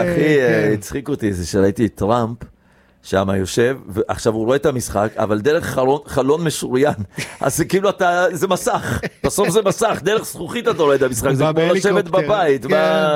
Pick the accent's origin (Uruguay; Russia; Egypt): Egypt; וכאילו אני אמרתי, תראו, אני מצרי.